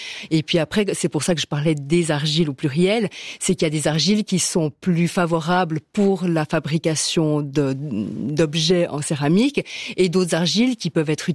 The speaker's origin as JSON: {"language": "French", "region": "Valais", "country": "Switzerland", "tie": "born or raised there", "said": "Je suis une Valaisanne pure souche."}